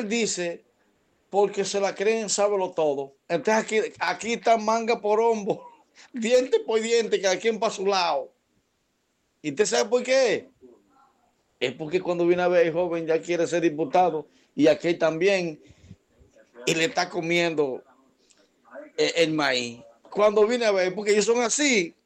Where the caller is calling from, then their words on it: Mao, Valverde, Dominican Republic